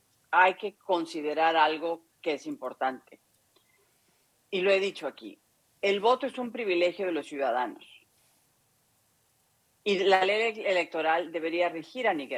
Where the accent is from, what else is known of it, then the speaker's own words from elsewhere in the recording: Mexico; Ni tampoco en México me dejan votar si no digo que soy mexicana y presento pruebas de que soy mexicana.